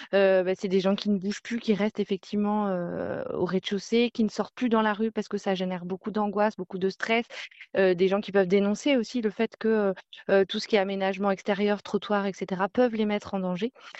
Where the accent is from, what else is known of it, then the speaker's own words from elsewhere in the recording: Normandy, France; now in Paris, France; Nous, on est basé dans le 20e, en fait, sur Paris. Après, moi, je suis originaire de l'Orne.